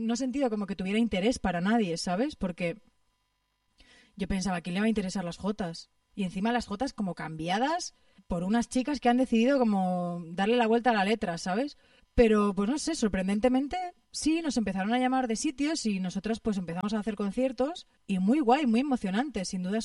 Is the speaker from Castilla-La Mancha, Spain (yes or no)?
no; Extremadura, Spain; en mi zona de Extremadura, o sea, en mi pueblo